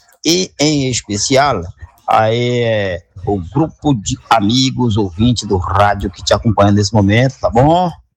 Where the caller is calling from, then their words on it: Piauí, Brazil; lá no entorno do Campo Maior, da minha terrinha das Cabeceiras de Altos.